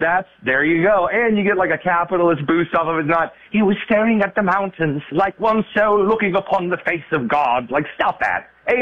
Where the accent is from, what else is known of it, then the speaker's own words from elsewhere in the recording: Midwest, United States; As a Midwesterner